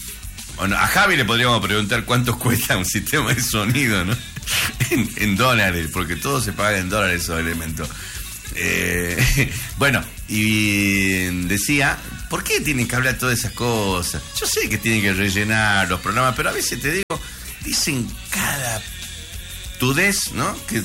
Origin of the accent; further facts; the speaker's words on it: Argentina; éramos todos argentinos con la selección